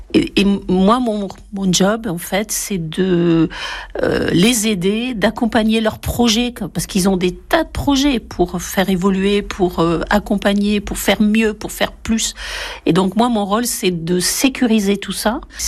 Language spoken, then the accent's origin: French; Bordeaux, Nouvelle-Aquitaine, France; je suis bordelaise et je suis trésorière bénévole chez les Restos du Cœur de la Gironde.